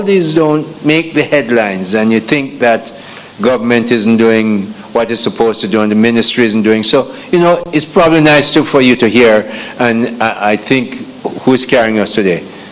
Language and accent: English; Saint Elizabeth, Jamaica; because I'm from St. Elizabeth